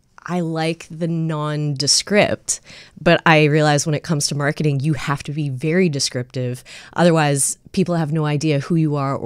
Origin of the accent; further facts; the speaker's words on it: Canada; moved away; also born or lived in Australia; I started doing the show in Canada in 2024. And in the beginning, I self-described as Asian Canadian Australian.